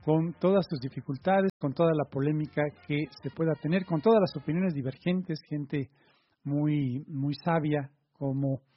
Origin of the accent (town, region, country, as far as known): Mexico